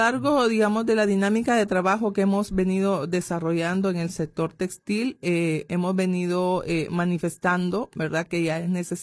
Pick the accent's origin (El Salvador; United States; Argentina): El Salvador; como decimos en buen salvadoreño